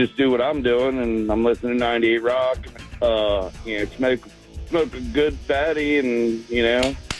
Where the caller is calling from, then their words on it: Maryland, United States; Carroll County.